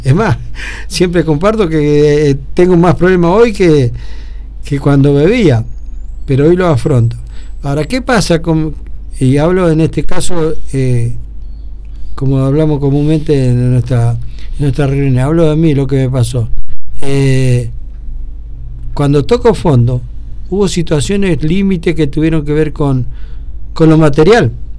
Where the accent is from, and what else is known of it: Argentina